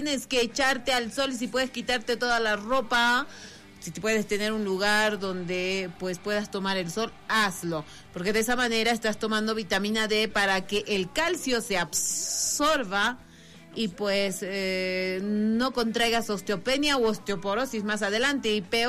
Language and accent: Spanish; Bolivia